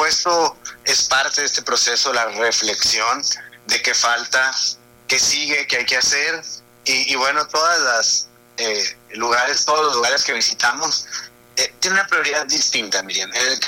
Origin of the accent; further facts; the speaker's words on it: Hermosillo, Sonora, Mexico; also born or lived in Mexico City; Soy de Hermosillo. Tengo una trayectoria, viví 11 años en la Ciudad de México, regresé a Sonora por invitación del gobernador.